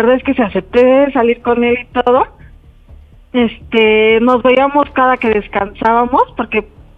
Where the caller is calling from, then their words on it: Mexico City, Mexico; Tengo 35 y soy de aquí, de CDMX.